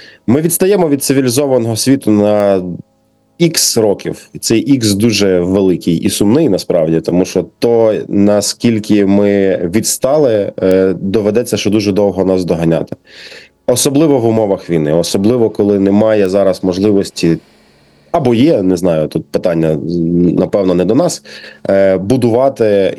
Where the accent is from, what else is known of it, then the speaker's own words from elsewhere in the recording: Kharkiv, Kharkiv Oblast, Ukraine; Ми, харків'яни, точно є у Львові.